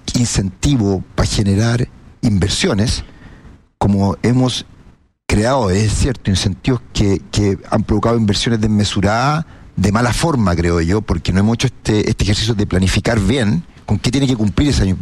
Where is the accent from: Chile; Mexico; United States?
Chile; creo yo, como chileno, que nosotros hagamos una planificación un poquito de ese Chile en 20 años